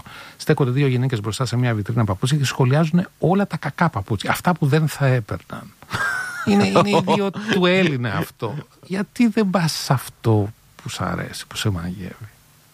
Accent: Oitylo, Peloponnese, Greece; Εγώ είμαι από τη μία πλευρά, από το Ήτειλο.

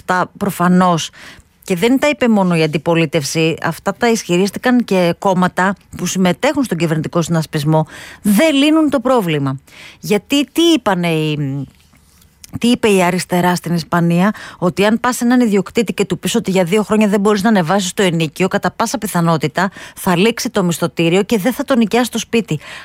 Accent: Greece; εμείς για παράδειγμα ως Έλληνες

